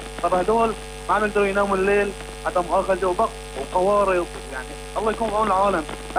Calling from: Aleppo Governorate, Syria

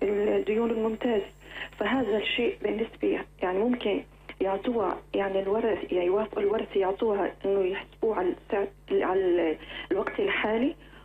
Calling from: Homs, Homs Governorate, Syria

